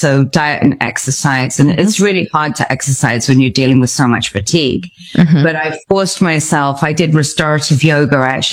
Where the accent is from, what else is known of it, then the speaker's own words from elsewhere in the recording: Stratford-upon-Avon, West Midlands, United Kingdom; moved away as an adult; also born or lived in Mexico; go back to England, because I'm obviously from Stratford-upon-Avon in England. You can tell by my accent. And so I decided to go home to England